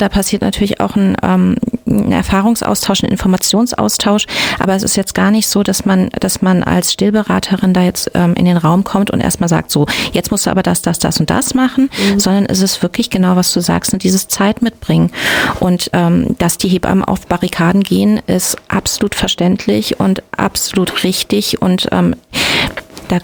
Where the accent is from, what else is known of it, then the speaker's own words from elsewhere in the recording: Witzenhausen, Hesse, Germany; Ganz speziell hier im Werra-Meißner-Kreis, beziehungsweise ich komme ja aus Witzenhausen